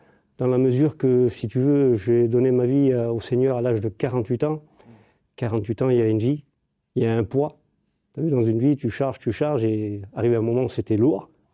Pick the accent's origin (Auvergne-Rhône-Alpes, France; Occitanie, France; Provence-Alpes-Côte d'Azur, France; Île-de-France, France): Occitanie, France; Perpignan; je suis de Perpignan, je suis marié.